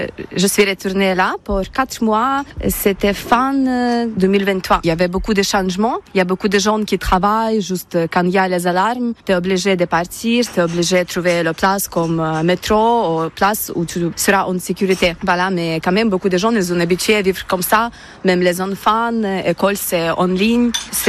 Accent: Ukraine; French is a second language; moved away as an adult; now in Bardos, France; Je suis ukrainienne. Je suis arrivée en mars 2022, c'était juste après la guerre.

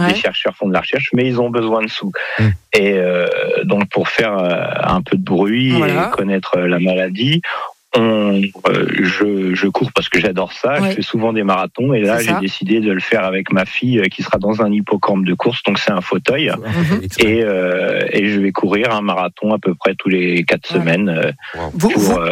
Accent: Normandy, France; Alors, on est normand, c'est pour ça qu'on va souvent...

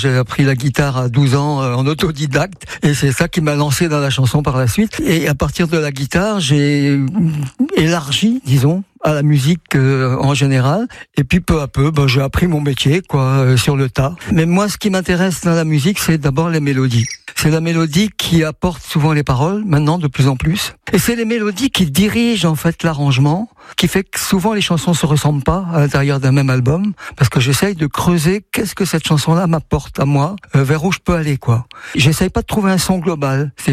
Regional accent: Brittany, France; moi je viens d'Europe, et en Europe, je suis breton. Et en revenant du Québec, je me suis vraiment senti beaucoup plus breton qu'en partant.

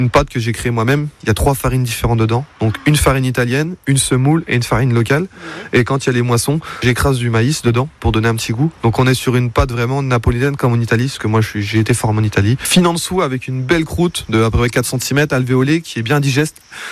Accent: Épinal, Grand Est, France; born there; Je suis vosgien. Je suis pas originaire d'ici, moi je suis né à Épinal, qui est à 30 minutes d'ici.

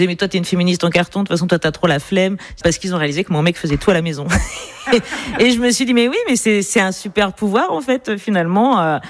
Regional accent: Auvergne-Rhône-Alpes, France; moved away as an adult; now in Grenoble, France; Le Diwa, c'est dans la Drôme, c'est une sorte de camp de réfugiés pour hippies. Voilà, où les gens sont en sarouel, l'ambiance est très détendue. Moi, j'ai vécu donc 18 ans là-bas

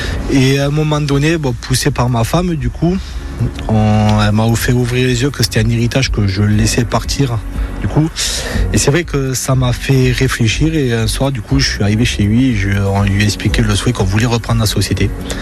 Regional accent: Occitanie, France; moi je suis du Gers, donc voilà, graisse de canard.

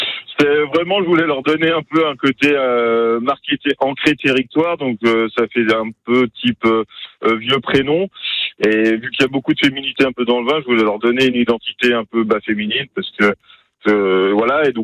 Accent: France; moved away as an adult; now in Anthy-sur-Léman, France; j'ai déménagé à Antilles parce que je suis originaire de Plaisy, parce que ma femme est de Antilles

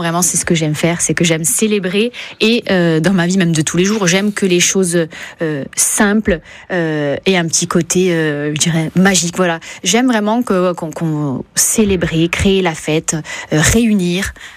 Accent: Porto-Vecchio, Corsica, France; now in Ajaccio, France; Alors moi, je suis originaire de Porto Vic, donc j'aime beaucoup le sud. Je vis à Ajaccio

